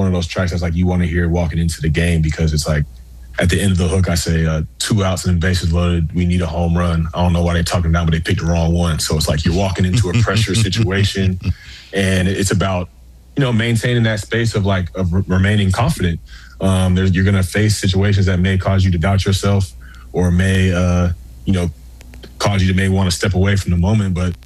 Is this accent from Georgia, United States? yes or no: yes; Atlanta, Georgia, United States; I grew up in the Atlanta area, so seeing you play